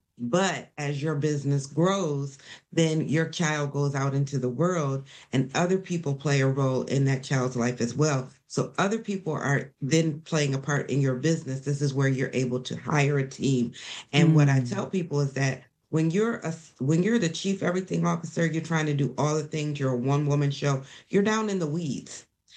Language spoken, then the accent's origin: English; Sandusky, Ohio, United States; I am from Sandusky, Ohio, small little city.